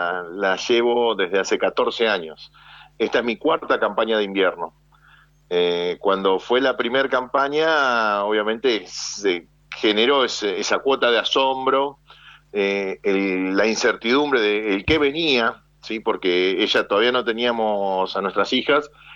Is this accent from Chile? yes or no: no; Buenos Aires, Argentina; born there; Buenos Aires. Bien. Buenos Aires.